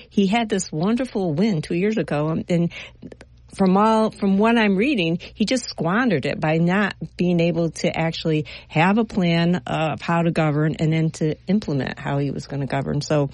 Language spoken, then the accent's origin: English; United States; as an American